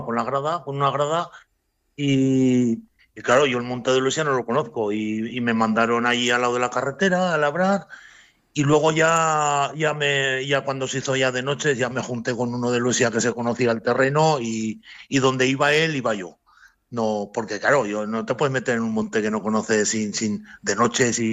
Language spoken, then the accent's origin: Spanish; Aragon, Spain; Yo también soy de un castillo, vivo aquí en un castillo. Y llevo en el campo como autónomo desde los 18 años y tengo 61